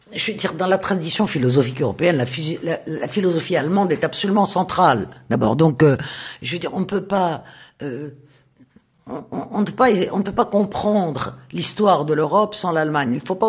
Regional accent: Tunisia; je ne suis pas une juive tunisienne, je suis une tunisienne juive.

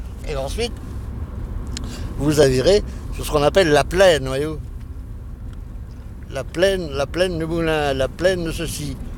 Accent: Blargies, Hauts-de-France, France; born there; also born or lived in Paris; la ferme du Valabonnet, où j'ai vécu

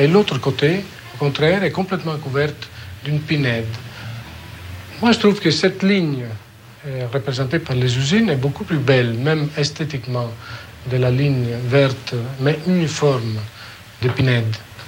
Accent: Ferrara, Emilia-Romagna, Italy; French is a second language; Je connaissais déjà Ravenne parce que c'est une ville qui est près de la mienne, je suis de Ferrare.

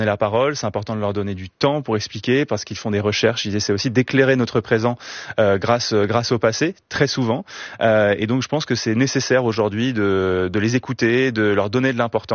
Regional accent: Brittany, France; moved away; Le Finistère me manque tous les jours parce que j'y vais à chaque fois que je peux, parce que c'est là d'où je viens

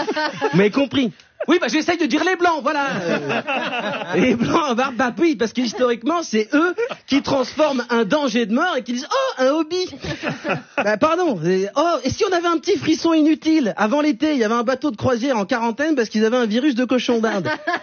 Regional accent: Vaulx-en-Velin, Auvergne-Rhône-Alpes, France; born there; moi je suis né à Vaux-en-Velin, l'escape game, il a commencé à ma naissance, j'y suis encore.

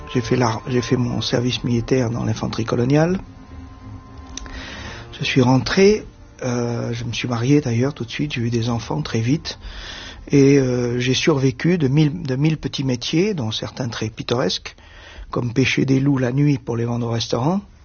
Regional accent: Nice, Provence-Alpes-Côte d'Azur, France; born there

